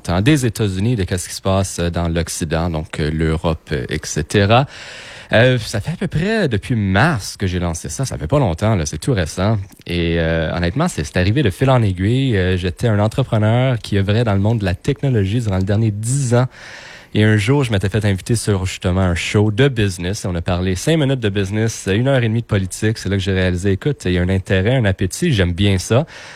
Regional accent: Montreal, Quebec, Canada; Je viens de Montréal. Je suis okay. De l'ouest de l'île, sauf que mes deux parents sont Québécois Pureland. Je suis Pureland, donc français, c'est ma langue.

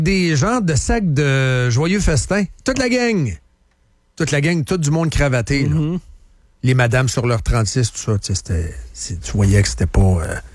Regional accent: Quebec City, Quebec, Canada; moi je viens de Charlebourg en haut. Tu sais ce que c'est, Charlebourg, c'est grand.

